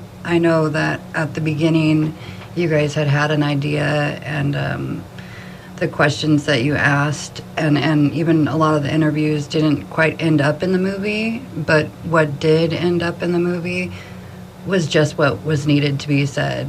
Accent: Wasilla, Alaska, United States; now in Anchorage, United States; So I was raised out in Wasilla, and through a lot of tragic events, I ended up homeless here in Anchorage.

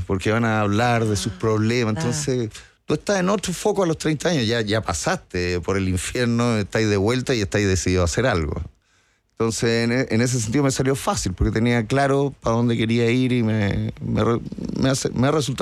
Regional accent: Los Andes, Valparaíso, Chile; Sí, soy provinciano, soy de Los Andes, entonces era de venir a Santiago.

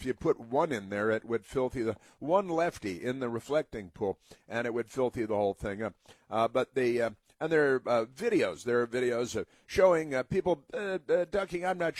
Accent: United States; I'm an American

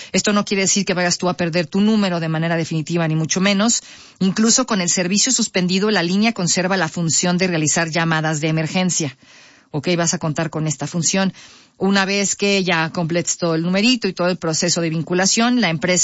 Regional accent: Mexico; así somos todos, el mexicano y todos, todo lo dejamos para el final

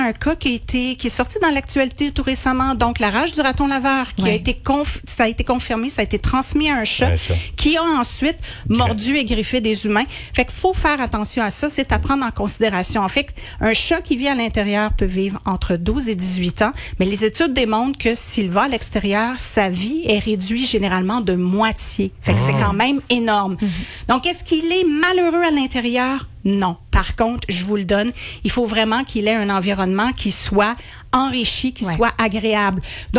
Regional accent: Quebec, Canada; chez nous au Québec

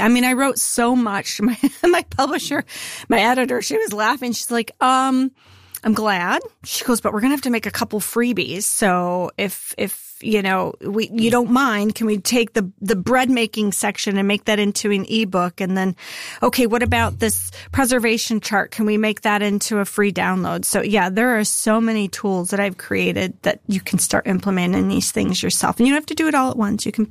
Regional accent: Midwest, United States; Even though I was from the Midwest for 48 years, I really knew that my reach was getting wider and had a larger breadth.

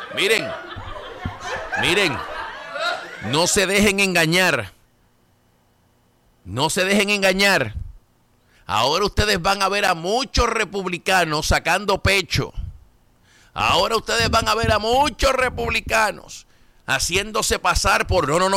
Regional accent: Caguas, Puerto Rico; En mi pueblo, allá en Caguas, Puerto Rico

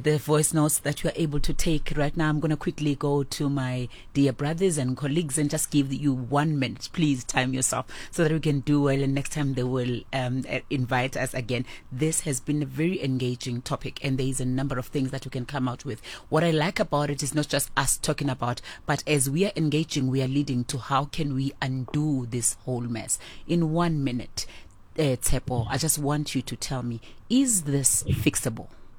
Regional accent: South Africa; As a South African woman

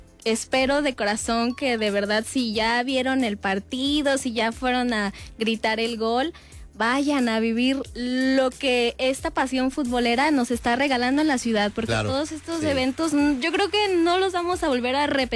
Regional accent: Mexico; creo que es una culpa que creo que no deberíamos de cargar nosotros como mexicanos, pero al final pues tenemos mucha culpa.

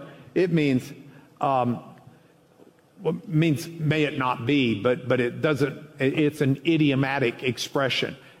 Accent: Lubbock, Texas, United States; Where I grew up in Lubbock, no way.

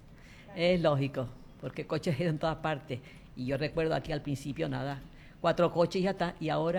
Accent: Puerto de la Cruz, Canary Islands, Spain; Sí, yo nací en el Puerto de la Cruz.

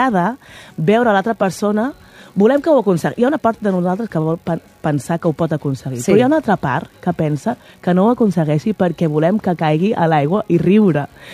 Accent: Hostalets de Balenyà, Catalonia, Spain; Perquè a Gran Prix era competició entre dues poblacions d'Espanya. El meu poble, Hostalets de Balenyà, va participar-hi. Va participar-hi l'any 2001, jo tenia 10 anys.

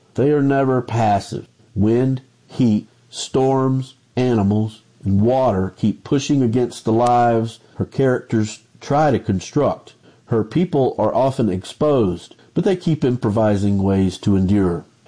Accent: Goodwill, Oklahoma, United States; from Goodwill, Oklahoma

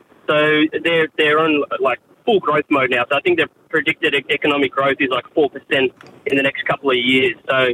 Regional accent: Timor-Leste; I'm originally from East Timor, which has had its fair share of quote-unquote tough times.

